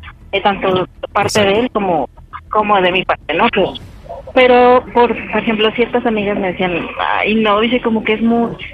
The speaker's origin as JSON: {"language": "Spanish", "town": "Benito Juárez", "region": "Mexico City", "country": "Mexico", "said": "38 años y de la alcaldía Benito Juárez."}